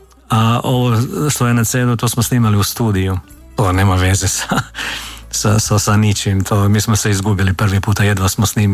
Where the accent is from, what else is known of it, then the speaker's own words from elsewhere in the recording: Hodošan, Međimurje County, Croatia; Ja sam odrastao u Međimurju, u Župi Svete Juraj u Trnju, jednom malom mjestu Hodošan, koji je filijala te župe.